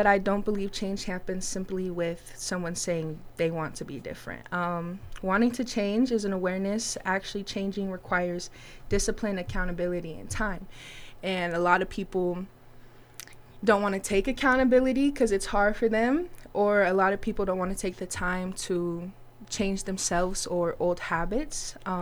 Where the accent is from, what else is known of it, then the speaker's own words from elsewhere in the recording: Chicago, Illinois, United States; now in Caldwell, United States; I'm originally from Chicago, but right now I reside in Caldwell.